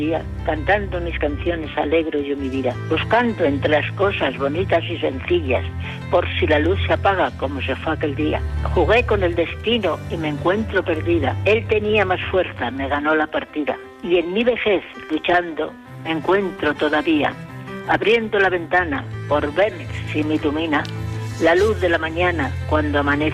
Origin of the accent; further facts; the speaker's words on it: Valladolid, Castile and León, Spain; soy de Valladolid.